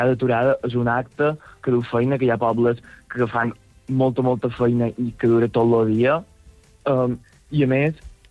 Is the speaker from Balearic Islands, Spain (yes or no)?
yes; Sa Pobla, Balearic Islands, Spain; Nosaltres, per exemple, ja som de la Pobla